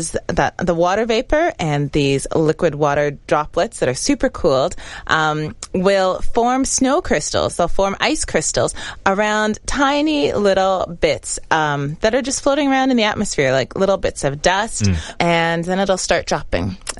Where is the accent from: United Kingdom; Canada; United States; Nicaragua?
Canada; we Canadians, we know snow